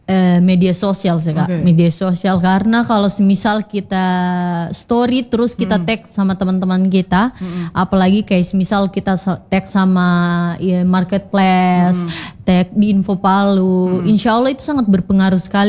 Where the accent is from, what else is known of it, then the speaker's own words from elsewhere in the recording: Mamboro, Central Sulawesi, Indonesia; Oh ternyata di Mamboro. Saya ini orang Mamboro di mananya?